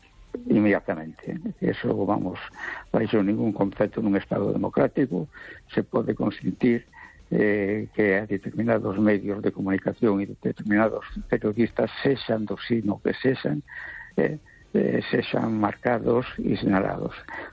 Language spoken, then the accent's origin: Spanish; A Coruña, Galicia, Spain; Hola, buenas noches, Esther. … de Coruña.